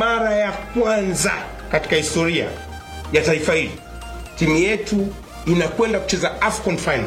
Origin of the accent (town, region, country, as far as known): Tanzania